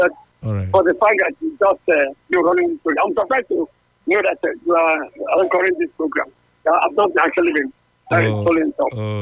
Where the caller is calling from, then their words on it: Asaba, Delta, Nigeria; I'm calling from Asaba.